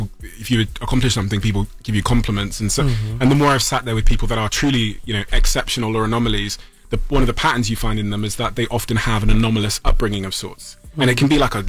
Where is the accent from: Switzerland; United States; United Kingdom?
United Kingdom; Plymouth, South West England; also born or lived in Botswana; I was born in Africa, in Botswana, moved to the UK. I have a Nigerian mother. We were the only black family in the area. There was no, you know, Plymouth in 1994.